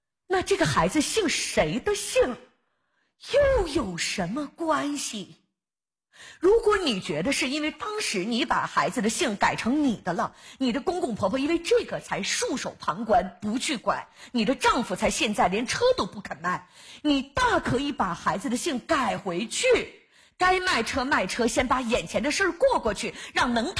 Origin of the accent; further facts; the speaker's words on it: northern China, China; 我是北方人，我可能不懂这些习俗